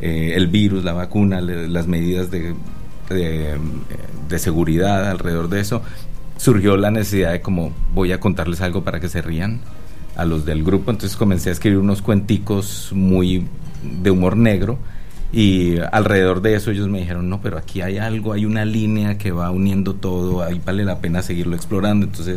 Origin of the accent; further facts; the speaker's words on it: Barrancabermeja, Santander, Colombia; ¿a dónde voy a ir si no voy a ir a Barranca, que es mi ciudad de origen? Y detrás de las cosas que escribo, siempre hay mucho de mis experiencias de Barranca